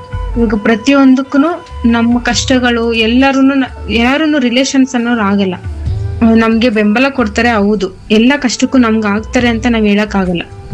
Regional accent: Mysuru district, Karnataka, India; ನಮ್ಮೂರು ಸೋಲಿಗರ colony, Mysuru district, Mysuru taluk.

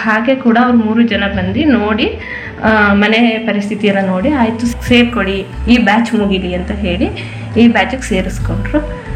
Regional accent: Muttur, Karnataka, India; ನಾನು ಪಿರಿಯಾಪಟ್ಟಣ ತಾಲೂಕು ಮುತ್ತೂರಿಂದ ಬಂದಿದ್ದೀನಿ.

